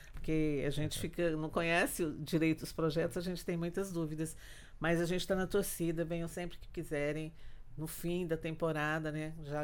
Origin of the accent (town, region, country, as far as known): Brasília, Federal District, Brazil